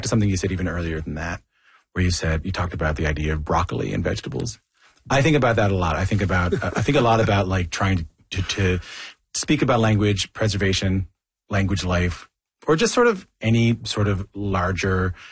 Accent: St. John's, Newfoundland and Labrador, Canada; And when I was growing up in St. John's, we used to talk about our traditional music a lot.

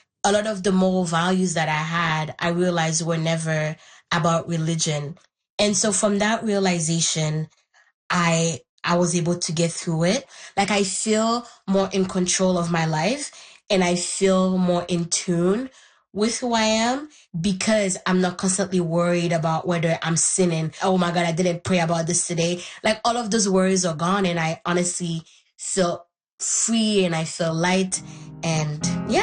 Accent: Haiti; first language Haitian Creole; English is a second language; I grew up in Haiti. My first language is Haitian Creole. My grandma also only speaks Haitian Creole

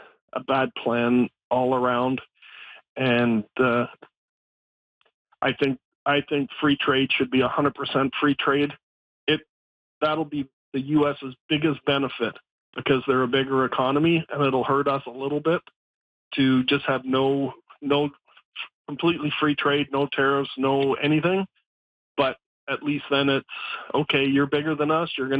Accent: Canada; But it's going to hurt me just because I'm Canadian and just what's going on.

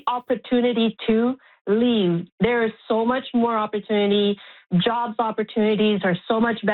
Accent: Montreal, Quebec, Canada; I grew up in Montreal, which we have the biggest conglomerations of people and so on

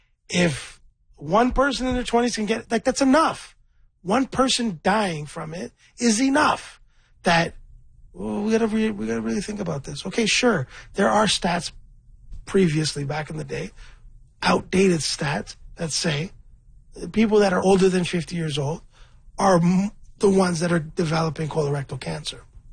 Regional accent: Scarborough, Ontario, Canada; I'm from Scarborough. I'm a rapper.

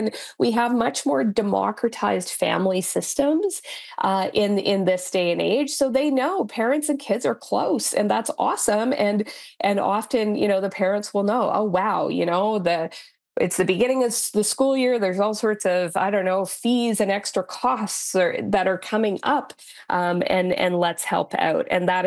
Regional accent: Saskatchewan, Canada; Like I grew up in Northern Saskatchewan, and passing on the family farm, right, to the next generation is quite normal.

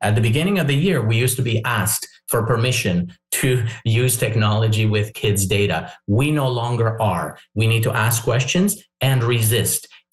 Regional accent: Canada; it's our right as Canadian parents to ask these questions.

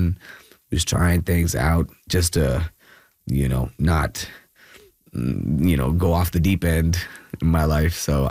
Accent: Kerala, India; now in Bangalore, India

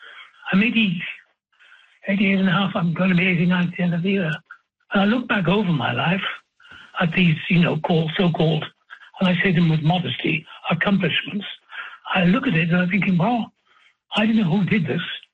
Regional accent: Wales, United Kingdom; now in United States; I'm Welsh, and that's it.

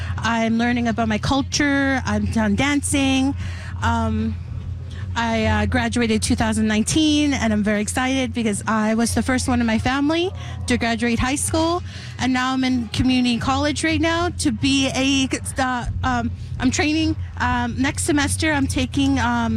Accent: Pukatawagan, Manitoba, Canada; I'm from Pukkudawagan.

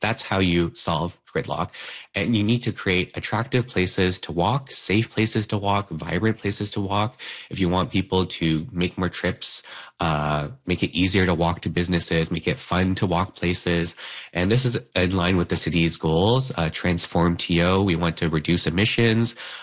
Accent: Toronto, Ontario, Canada; I'm originally from Toronto, and I've also been to other places abroad, like Montreal.

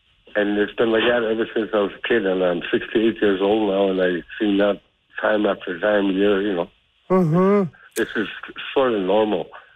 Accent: Canada; My father is … my mother is Doris, and I grew up in Salson River and Ross River area.

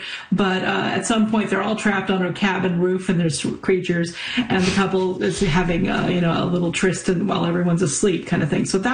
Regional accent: Ontario, Canada; also born or lived in Quebec; Because we grew up in Ontario and Quebec, and so we know what deep snow is

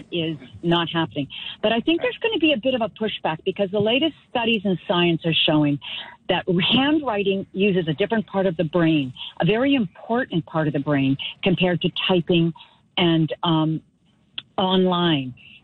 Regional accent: Lunenburg, Nova Scotia, Canada; I was brought up in Lunenburg, but then I lived outside

